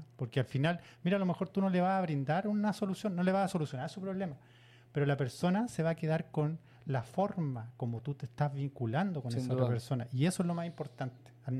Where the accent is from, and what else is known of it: Chile